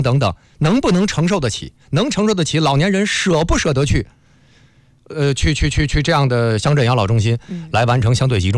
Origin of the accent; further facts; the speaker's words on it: northern China, China; 我作为北方人看着很新鲜